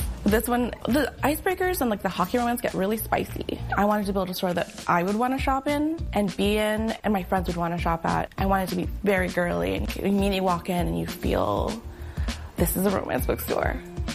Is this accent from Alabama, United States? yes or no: no; California, United States; also born or lived in New York; now in Philadelphia, United States; So I grew up in California. I lived in New York, but now Philly's home.